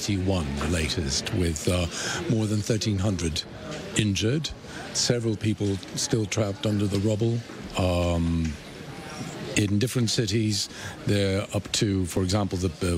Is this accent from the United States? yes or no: no; Colombia; I come from Colombia, and it's a land of earthquakes. There's nothing you can do about it. I can remember as a child at least four very strong earthquakes.